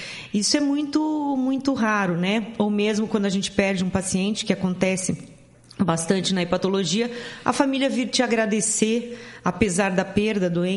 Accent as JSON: {"language": "Portuguese", "town": "Paranavaí", "region": "Paraná", "country": "Brazil", "tie": "born or raised there", "also_born_or_lived": "Maringá", "said": "Então, eu sou nascida em Maringá e fui criada em Paranavaí. Daí eu sou a primeira médica da família"}